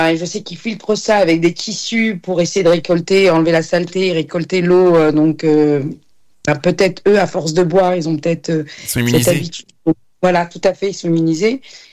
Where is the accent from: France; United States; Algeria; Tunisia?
Tunisia; Djerba, Medenine; moi, je suis originaire de la Tunisie et d'une petite île qui s'appelle Djerba.